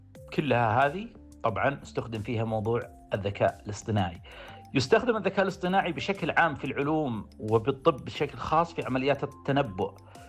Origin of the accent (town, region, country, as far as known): Saudi Arabia